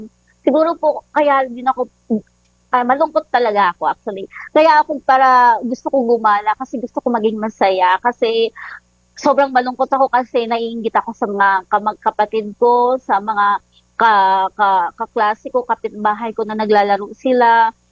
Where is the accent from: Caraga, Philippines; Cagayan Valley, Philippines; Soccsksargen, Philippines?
Caraga, Philippines; Kasi, una-una, kasi … tubong Surigao del Norte. Doon po ako pinanganak. Nag-aral po ako ng elementarya doon.